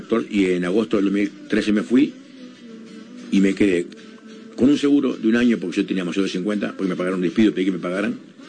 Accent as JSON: {"language": "Spanish", "region": "Montevideo", "country": "Uruguay", "tie": "born or raised there", "said": "Y de los 5 años hasta los 20 viví en Nuevo París. Y después me mudé para el lado de La Unión y ahora estoy en Malvin Norte."}